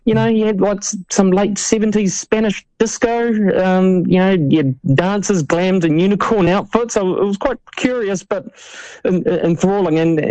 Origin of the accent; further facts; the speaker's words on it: New Zealand; as a Kiwi, you always get a little bit giddy when the New Zealand team walk out in the arena